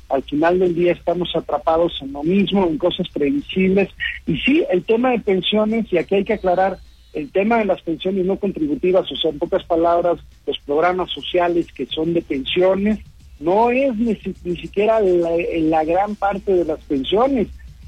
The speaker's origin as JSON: {"language": "Spanish", "country": "Mexico"}